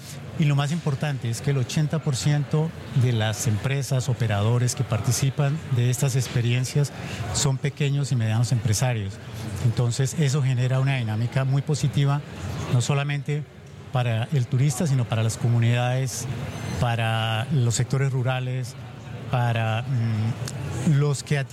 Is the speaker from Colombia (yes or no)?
yes; Colombia; now in Lima, Peru; Yo actualmente vivo en Lima, pero yo soy colombiano